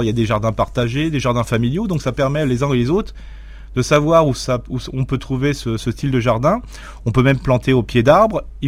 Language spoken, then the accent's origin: French; Grand Est, France; tout le monde on est généreux, on est alsacien comme je dis toujours.